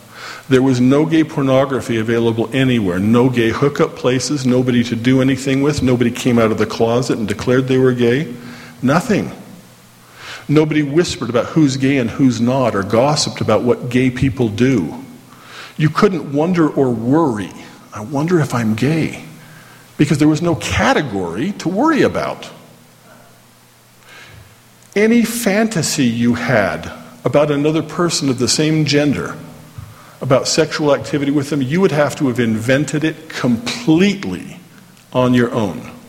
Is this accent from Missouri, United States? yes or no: no; Orem, Utah, United States; I grew up here in Orem, so I knew it was just a little bit south of there, right about in there. That's where we live.